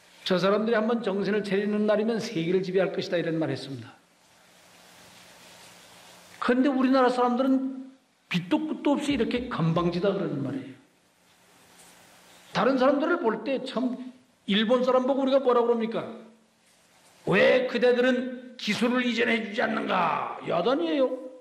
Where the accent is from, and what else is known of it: South Korea